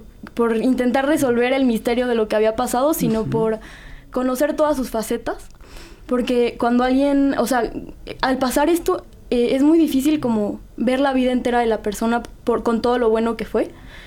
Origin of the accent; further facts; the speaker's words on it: Puebla, Mexico; Vive en Puebla, somos todos de Puebla.